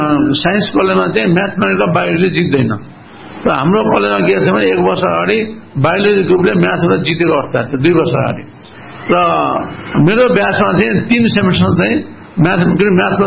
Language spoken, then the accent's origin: Nepali; Shuklagandaki, Gandaki Province, Nepal; मेरो यो क्षेत्रमा जहाँ म हुर्केको, जहाँ म जन्मेँ हुर्केँ त्यो क्षेत्रमा मेरो चिकित्सा सेवा अहिले पनि कन्टिन्यू छ।